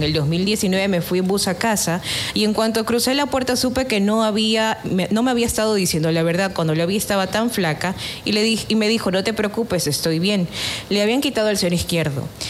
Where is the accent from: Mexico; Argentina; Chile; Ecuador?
Ecuador; Soy el primer ecuatoriano en ganar una Champions, es especial.